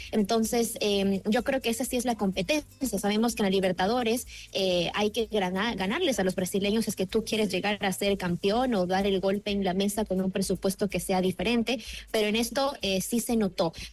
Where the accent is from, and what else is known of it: Ecuador